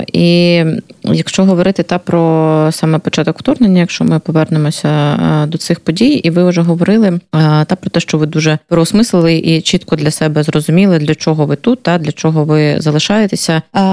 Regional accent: Luhansk Oblast, Ukraine; now in Kharkiv, Ukraine; я з Луганщини

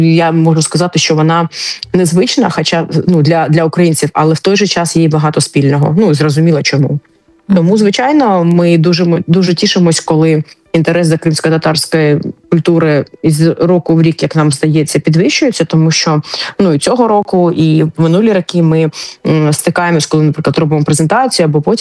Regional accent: Kharkiv, Kharkiv Oblast, Ukraine; moved away as an adult; Я народилася в Харкові і дуже довгий час жила в Харкові і закінчила університет. Тобто, ну, можна сказати, там 24-25 років жила.

